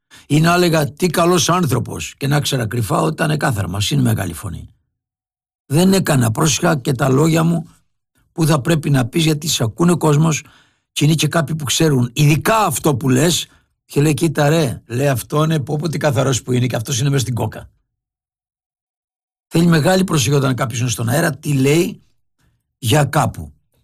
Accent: Lefkada, Ionian Islands, Greece; now in Athens, Greece; Εγώ είμαι από Λευκάδα.

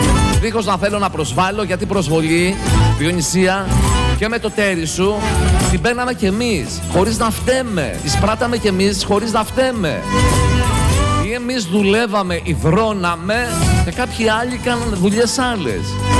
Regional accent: Western Greece, Greece; moved away; να πάω κάτω στην Πελοπόννησο, κάτω από την Αμαλιάδα, στον ομό Ηλίας

